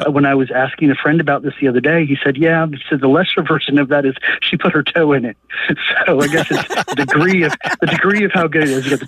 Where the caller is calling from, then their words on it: Jacksonville, Florida, United States; I'm calling you from Jacksonville, Florida, where I listen on WJXT.